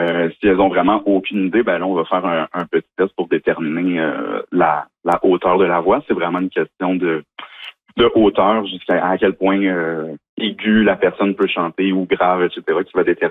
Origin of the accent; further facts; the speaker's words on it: Quebec, Canada; Moi, je viens de la région de Montréal. J'ai commencé avec les … tout petit.